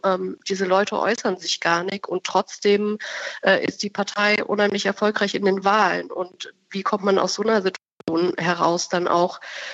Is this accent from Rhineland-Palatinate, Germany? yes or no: no; North Rhine-Westphalia, Germany; also ich bin aus Ostwestfalen, wo es aber auch, wenn man sich das mal näher anschaut, in gewissen Stadtvierteln, also zum Beispiel, wo ich in den Kindergarten gegangen bin, da ist die Zustimmung zur AfD auch sehr hoch